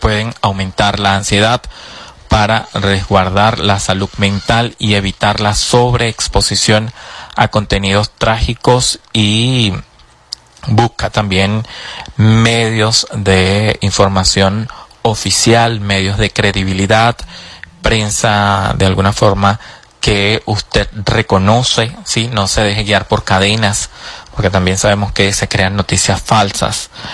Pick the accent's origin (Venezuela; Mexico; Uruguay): Venezuela; esta situación que estamos padeciendo como venezolanos y venezolanas